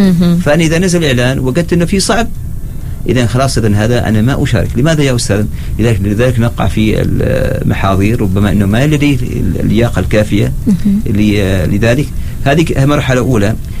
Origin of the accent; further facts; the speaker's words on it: Oman; معنا في سلطة عمان